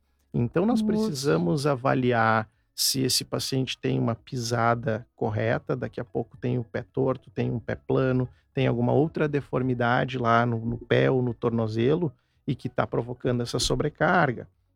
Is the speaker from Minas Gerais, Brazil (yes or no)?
no; Caxias do Sul, Rio Grande do Sul, Brazil; eu sou caxiense de origem, né, eu vivi minha infância e minha adolescência em Caxias do Sul